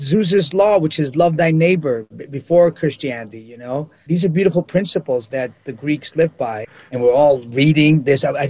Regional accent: New York, United States; we felt erased as young Latino men growing up in New York in the 70s.

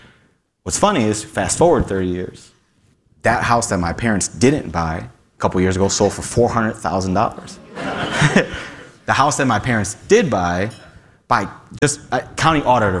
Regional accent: Chicago, Illinois, United States; So I grew up on Stockyards neighborhood, west side of town, West 70th and Clark, 69 mm-hmm. block of Clark. My family moved here from the 90s and from Puerto Rico.

